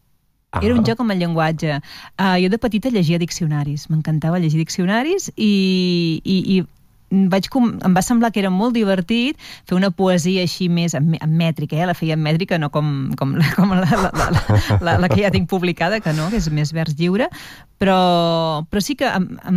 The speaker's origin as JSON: {"language": "Catalan", "town": "Vilafranca del Penedès", "region": "Catalonia", "country": "Spain", "tie": "born or raised there", "lives_now": "Barcelona, Spain", "said": "que per mi és el meu poble, és a dir, jo em sento més vilafranquina que res, no? Jo veig les vinyes i ja em sento a casa. Sí. I allà vaig passar la infància fins als 18 anys, que vaig tornar a Barcelona per estudiar."}